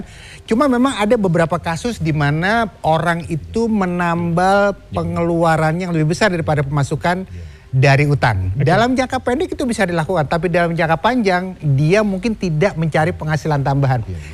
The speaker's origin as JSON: {"language": "Indonesian", "region": "Jabodetabek", "country": "Indonesia", "said": "Hobi kita orang Jabodetabek atau dimanapun di kota besar, setiap kali long weekend sukanya ngapain?"}